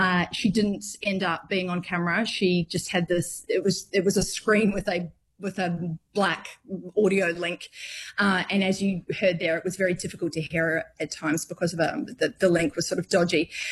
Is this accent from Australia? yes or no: yes; Melbourne, Victoria, Australia; now in India